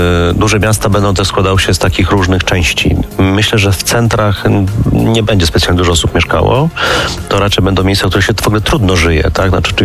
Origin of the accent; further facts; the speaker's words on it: Warsaw, Masovian Voivodeship, Poland; ja obydwa jesteśmy z Warszawy